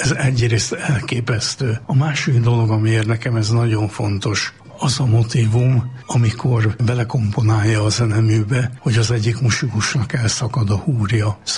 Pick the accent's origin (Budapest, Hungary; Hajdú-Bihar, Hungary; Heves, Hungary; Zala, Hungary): Budapest, Hungary; Nem, én abszolút 7. kerületi gyerek vagyok. Én 37 éves koromig abban lakásban laktam, ahol a gettóba születtem.